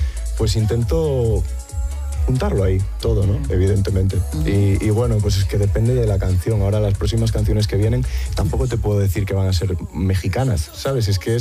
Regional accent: Galicia, Spain; now in Madrid, Spain; en Galicia, en mi tierra

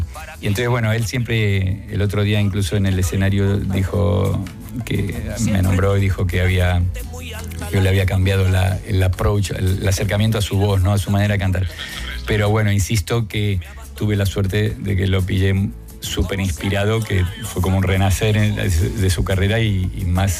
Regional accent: Murcia, Region of Murcia, Spain; y yo decía, pero si soy de Murcia.

